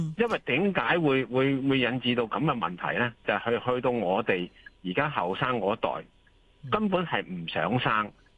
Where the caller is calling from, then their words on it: Hong Kong; 我哋如果土生土长嘅香港人